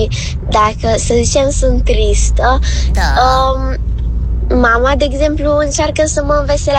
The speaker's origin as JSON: {"language": "Romanian", "region": "Bucharest", "country": "Romania", "said": "din București, am 11 ani"}